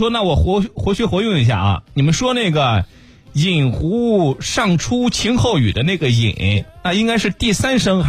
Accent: Xuzhou, Jiangsu, China; 咱们徐州人

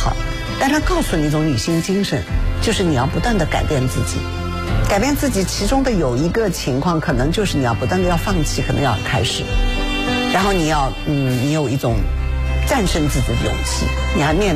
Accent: Hangzhou, Zhejiang, China; 我是杭州人

